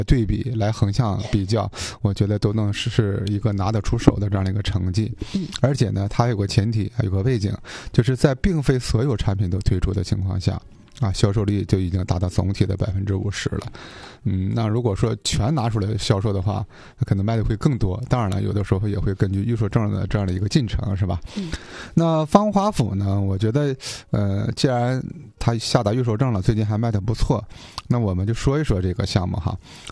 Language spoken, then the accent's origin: Chinese; Changchun, Jilin, China